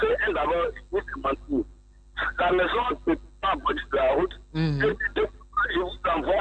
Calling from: Bobo-Dioulasso, Hauts-Bassins, Burkina Faso; Moi d'abord, je suis à Bobo-Dioulasso.

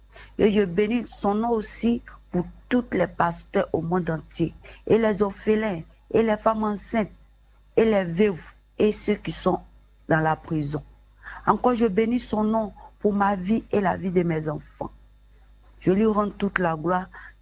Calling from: Abidjan, Côte d’Ivoire; de Deux Plateaux.

